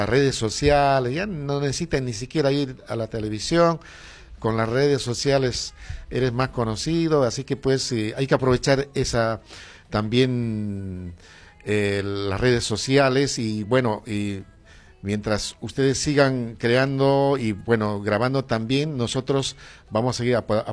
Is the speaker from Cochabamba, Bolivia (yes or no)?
yes; Cochabamba, Bolivia; born there; now in abroad; yo, mi adolescencia estuve en Cochabamba